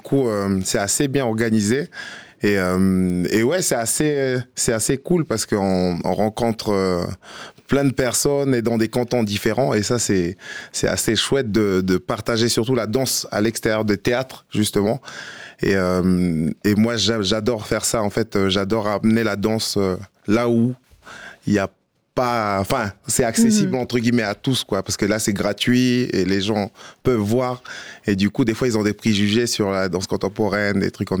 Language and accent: French; New Caledonia; now in La Chaux-de-Fonds, Switzerland; je viens de la Nouvelle-Calédonie, c'est dans le Pacifique, c'est à côté de l'Australie, et je fais partie du peuple mélanésien.